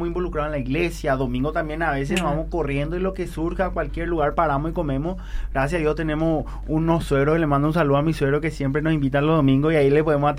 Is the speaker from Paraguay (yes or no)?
yes; Paraguay; Entonces nosotros como paraguayos aceptamos esa cultura.